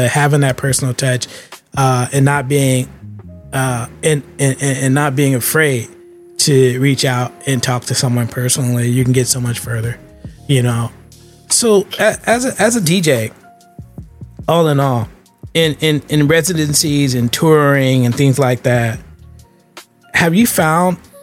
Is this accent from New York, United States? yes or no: no; San Francisco, California, United States; In San Francisco, where I grew up